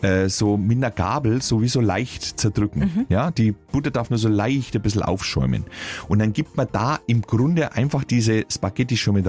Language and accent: German; Bavaria, Germany; ich würde sie nur deshalb nicht benutzen, weil ich sie als Franke nicht aussprechen kann.